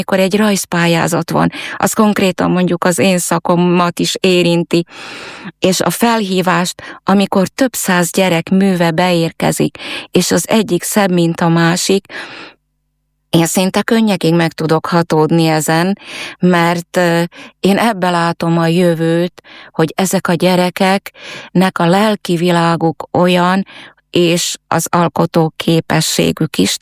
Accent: Fiľakovo, Banská Bystrica Region, Slovakia; moved away as an adult; also born or lived in Nitra; now in Komárno, Slovakia; nem vagyok tőzsgyökeres komáromi. Füleki származású vagyok.

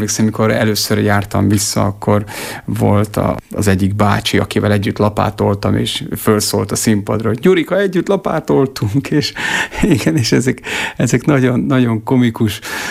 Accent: Trnava Region, Slovakia; moved away; Tehát kötődök, nagyon is kötődök a szülőfalumhoz és Csallóközhöz.

